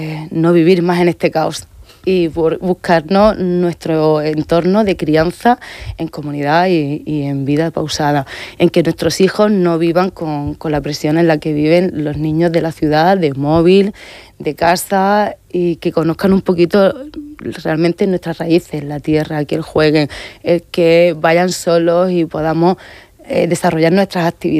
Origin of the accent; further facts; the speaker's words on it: Bonares, Andalusia, Spain; moved away as an adult; now in Murcia, Spain; Yo soy una mujer rural. Yo nací en un pueblo muy pequeñito de Huelva. Y toda mi vida la llevo desde los 18 años aquí en Murcia.